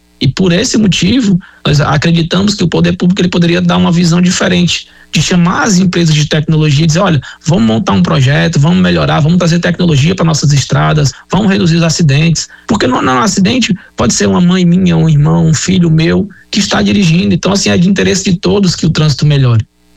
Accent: Fortaleza, Ceará, Brazil; eu sou natural de Fortaleza, tá? Mas viajo muito a São Paulo

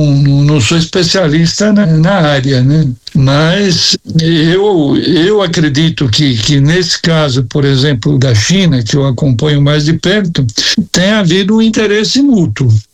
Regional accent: Brazil; Nenhum país do mundo que eu viajei a trabalho e que eu me apresentei, né, como brasileiro, em todos os lugares eu sempre fui muito bem recebido.

